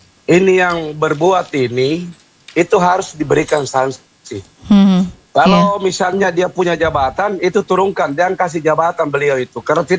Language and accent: Indonesian; Makassar, South Sulawesi, Indonesia; born there; Nah, kemudian saya pindah ke Makassar tempat kelahiran saya.